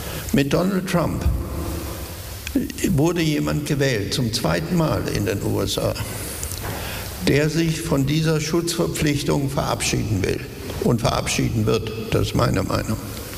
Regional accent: West Germany, Germany; ein Kind Westdeutschlands

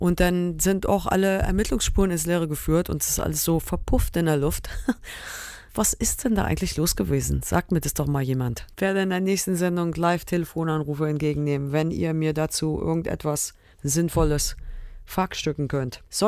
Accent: Germany; born there; Wenn man so prinzipientreu aufgewachsen ist in Deutschland

